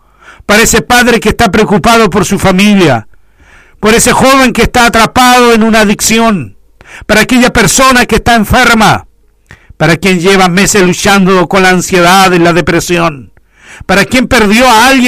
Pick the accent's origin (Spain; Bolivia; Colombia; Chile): Chile; Y está bien, debemos hacerlo, porque somos chilenos.